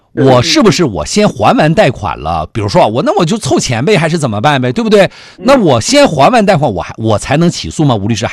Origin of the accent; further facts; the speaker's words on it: Northeast China, China; moved away; 东北，我就是东北出来的